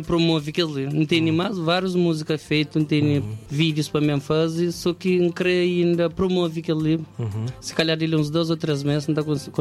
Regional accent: Cape Verde; somos de Cabo Verde.

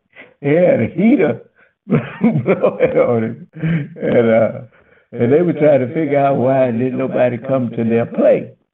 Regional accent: Los Angeles, California, United States; moved away as an adult; I grew up in Watts. I had never really been out of Los Angeles until I joined the Marine Corps.

